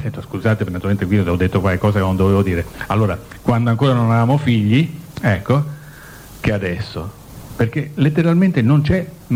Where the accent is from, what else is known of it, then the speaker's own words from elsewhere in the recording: Milan, Lombardy, Italy; evidente nel luogo dal quale vengo, da Milano